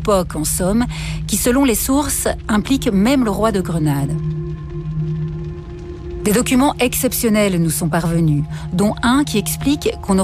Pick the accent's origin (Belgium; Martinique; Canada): Belgium